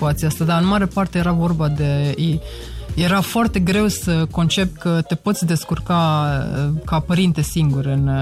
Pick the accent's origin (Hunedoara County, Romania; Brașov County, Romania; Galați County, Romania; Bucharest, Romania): Hunedoara County, Romania; Deva; moved away as an adult; now in Norway; M-am născut chiar în Deva, în 86. Fac parte din celebra generație care a prins tot și comunismul pe final și haosul anilor 90.